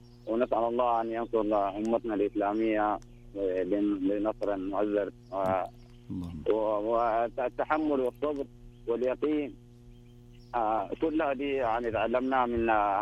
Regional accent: Arar, Northern Borders, Saudi Arabia; من عرعر، أنا من مدينة عرعر.

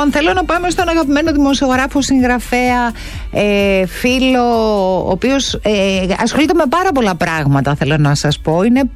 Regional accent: Greece; ο Ακύλας είναι και από τα Σέρας και εγώ είμαι από τα Σέρας.

